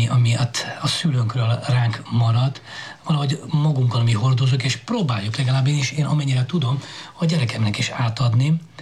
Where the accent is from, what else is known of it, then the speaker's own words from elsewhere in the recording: Hungary; first language Greek; Hungarian is a second language; also born or lived in Greece; Kolóniában nőttünk fel